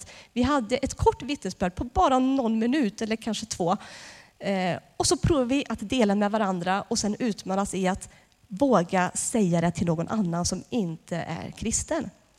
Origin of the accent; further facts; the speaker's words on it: Tidaholm, Västra Götaland County, Sweden; Vi var ett gäng ungdomar i Tidaholm då, där jag växte upp